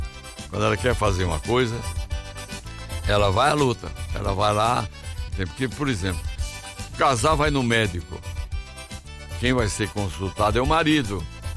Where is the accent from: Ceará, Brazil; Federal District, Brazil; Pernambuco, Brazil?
Federal District, Brazil; Brasília; falei, Brasília